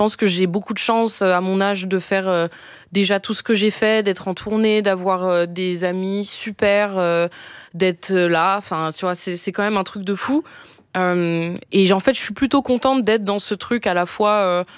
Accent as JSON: {"language": "French", "country": "Switzerland", "said": "je parle très lentement, je suis suisse donc ça vient de mes origines certainement"}